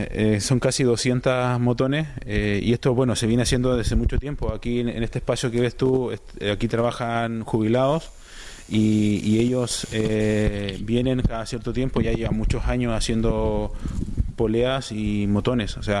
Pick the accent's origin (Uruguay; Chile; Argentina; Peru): Chile; Calbuco, Los Lagos; moved away as an adult; now in Pasaia, Spain; Sí, sí, yo soy de Chile, de la décima región de los Lagos, en Calbuco, de ahí soy.